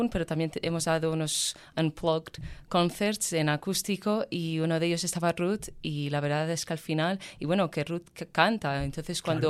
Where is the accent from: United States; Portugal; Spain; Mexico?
Portugal; soy portuguesa, soy una artista de pop rock alternativo de Portugal